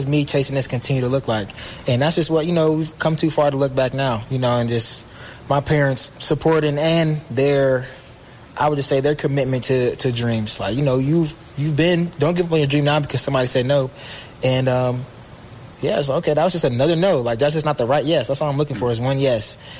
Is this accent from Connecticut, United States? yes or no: no; Georgia, United States; And I was growing up in Gwinnett, going against people that had all the Power Five offers, you know, going to Norcross, seeing all the college scouts in my practice.